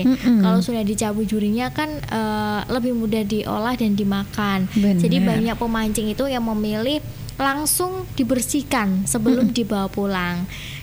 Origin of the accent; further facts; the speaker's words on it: Nganjuk, East Java, Indonesia; Saya warga Nganjuk